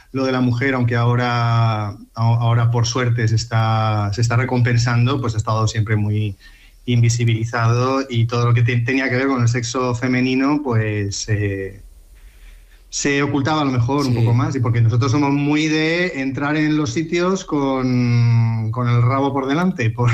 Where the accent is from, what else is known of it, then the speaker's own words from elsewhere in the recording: Valencian Community, Spain; Y yo, como soy valenciano, pues no sé, esta cosa escatológica es una cosa que no nos importa hacer